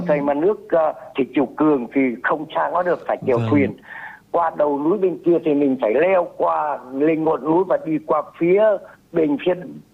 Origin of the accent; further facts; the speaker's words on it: Nghi Son, Thanh Hoa, Vietnam; ạ, sinh năm 1967, và tôi là nguyên gốc, chính gốc là sinh ra và lớn lên ở Nghi Sơn nơi Bãi Đông này đấy ạ.